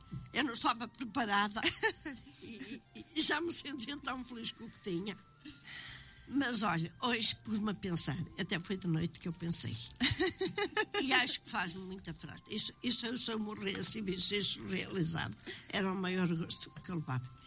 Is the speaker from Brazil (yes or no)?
no; Porto, Norte, Portugal; E eu gosto do Porto e sou do Porto